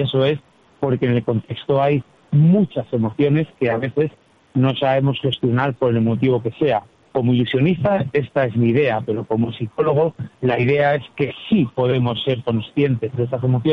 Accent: Castile and León, Spain; pues en mi tierra, que soy de Castilla y León, pues visito algún municipio

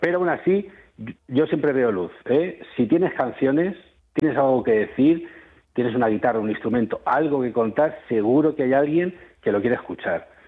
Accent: Albacete, Castilla-La Mancha, Spain; soy un cantautor de Albacete.

